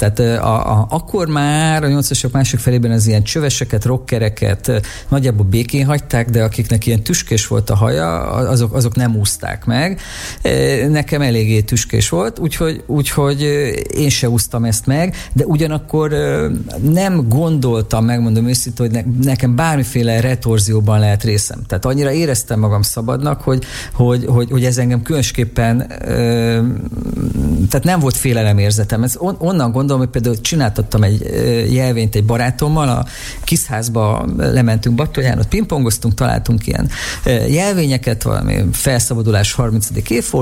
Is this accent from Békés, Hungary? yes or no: yes; Békés, Hungary; born there; szülővárosomban nem sok esemény zajlott, kisváros Békés megyében